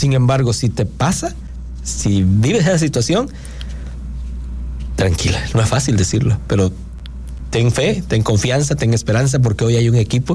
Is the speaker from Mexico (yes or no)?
yes; Mexico